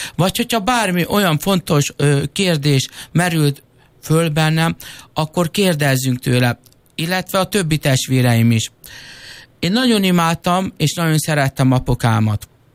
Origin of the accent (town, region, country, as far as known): Ercsi, Fejér, Hungary; born there; also born or lived in Sárbogárd